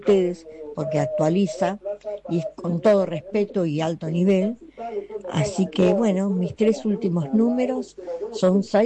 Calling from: Tres Arroyos, Buenos Aires Province, Argentina; de Tres Arroyos.

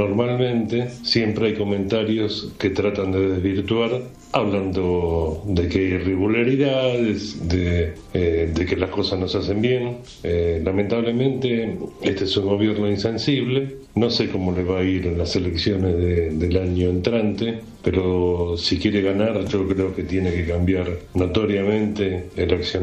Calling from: Castelar, Buenos Aires Province, Argentina; … de Castelar

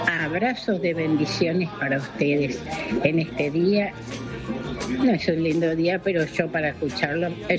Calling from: Moreno, Buenos Aires Province, Argentina; soy de Moreno.

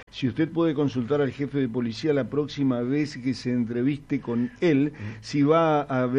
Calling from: Fontana, Chaco, Argentina; de Fontana

